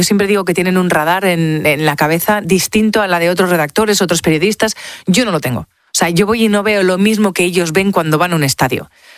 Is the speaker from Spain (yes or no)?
yes; Autol, La Rioja, Spain; also born or lived in Quel; yo soy de Autol y de Quel, que son dos pueblos, uno a 5 kilómetros del otro, y que tienen hasta distinto acento, distintas palabras, distintos platos.